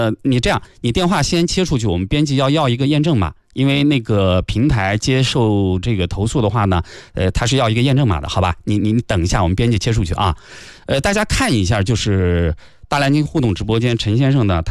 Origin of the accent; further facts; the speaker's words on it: Nanjing, Jiangsu, China; 作为南京人